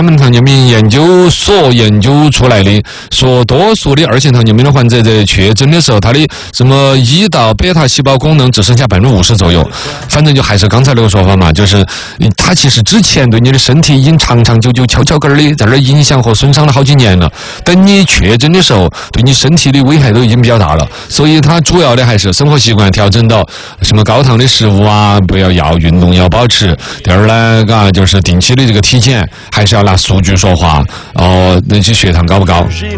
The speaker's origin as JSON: {"language": "Chinese", "country": "China"}